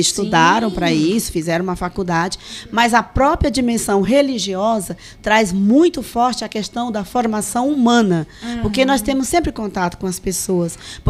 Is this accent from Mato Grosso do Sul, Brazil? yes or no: no; Piauí, Brazil; now in Itapetininga, Brazil; eu sou do Piauí.